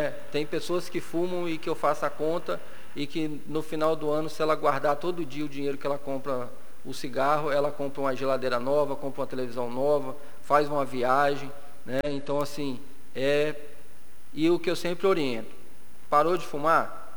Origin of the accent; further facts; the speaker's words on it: Brazil; A gente como brasileiro